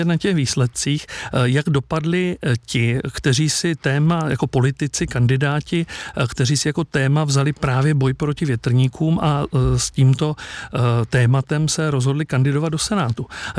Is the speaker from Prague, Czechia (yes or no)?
no; South Moravian Region, Czechia; já, protože jsem z Jižní Moravy